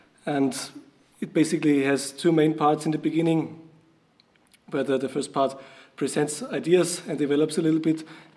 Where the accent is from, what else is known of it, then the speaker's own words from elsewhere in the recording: Salzburg, Austria; I come from Salzburg.